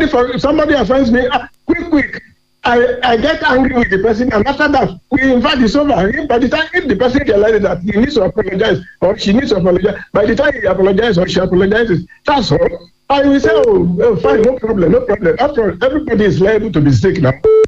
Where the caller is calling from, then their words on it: Igarra, Edo, Nigeria; from Edo State, Igara.